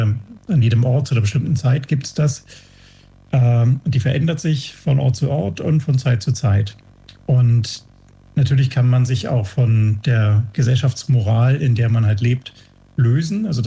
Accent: Berlin, Germany; born or raised there; also born or lived in Hamburg

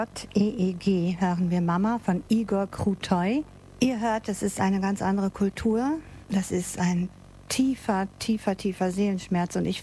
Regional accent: Germany; Ich bin selber Deutsche und ich muss das bei mir und in meinem Umfeld ein wenig so feststellen.

